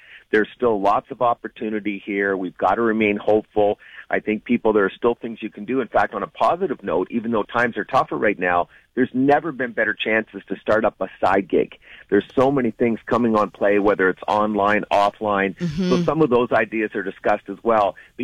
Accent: Sarnia, Ontario, Canada; By the way, I grew up in Sarnia in the summers listening to CKLW and loving it.

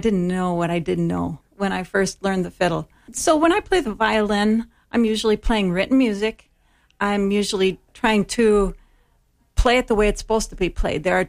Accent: Milwaukee, Wisconsin, United States; I grew up in Milwaukee in a musical family

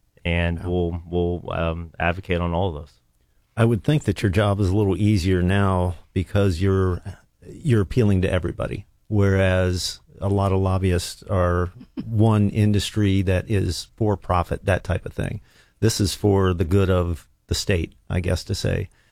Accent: Dover, Ohio, United States; I'm originally from Dover, Ohio, and then I went to Wittenberg University in Springfield

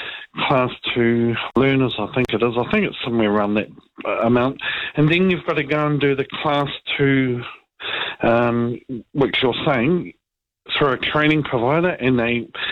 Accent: New Zealand; being the face as a Kiwi in New Zealand, you know, I don't even acknowledge myself and or other people on my own in public anymore, because you just don't feel like a Kiwi anymore

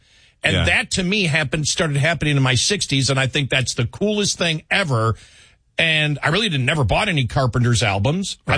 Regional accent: United States; I grew up on the Canadian border, so a lot of Canadian rock outside

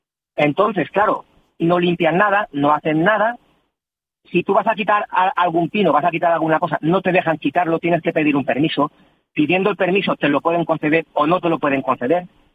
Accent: Azuébar, Valencian Community, Spain; yo soy de aquí de Azóbar

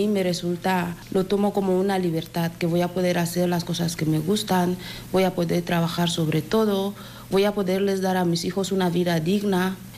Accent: Equatorial Guinea; moved away as an adult; now in Ejea de los Caballeros, Spain; Vinimos de Guinea de una forma súper inesperada.

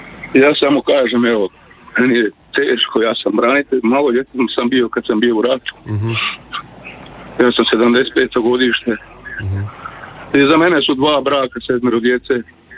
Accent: Našice, Osijek-Baranja County, Croatia; evo, ja sam iz Našica, imamo to vata jezero Lapovac, evo, tu se kupamo i to.

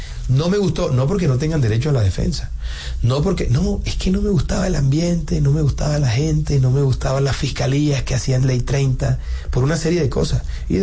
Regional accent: Barranquilla, Atlántico, Colombia; also born or lived in Bogotá

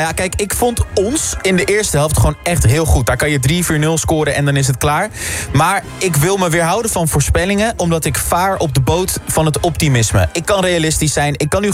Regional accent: Portugal; Ja, ik ben in Portugal opgegroeid. Dus van mijn 18 tot mijn 17 heb ik in Portugal gewoon, daardoor kan ik Portugees.

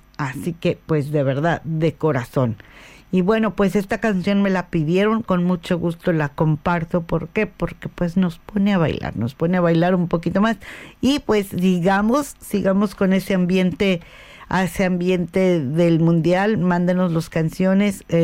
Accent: Mexico; pero bueno, como buena mexicana les comento que ahí se viene la canción

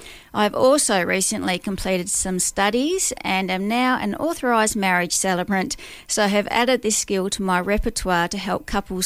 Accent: Boyup Brook, Western Australia, Australia; our local Westpac bank in my hometown of Boyup.

